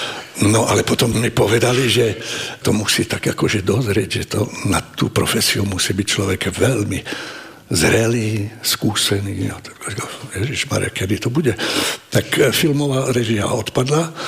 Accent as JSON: {"language": "Slovak", "town": "Poprad", "region": "Prešov Region", "country": "Slovakia", "tie": "born there", "said": "v tej veľkej, kde som sa narodil, i v Poprade a v okolí, tu je silná tradícia divadla."}